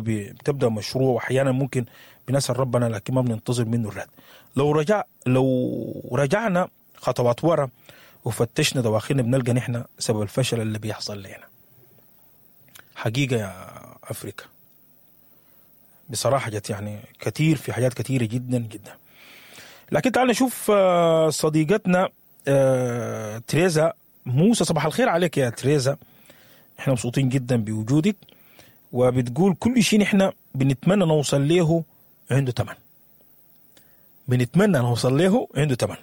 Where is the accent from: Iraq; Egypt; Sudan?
Sudan; moved away; احنا عشنا معهم في السودان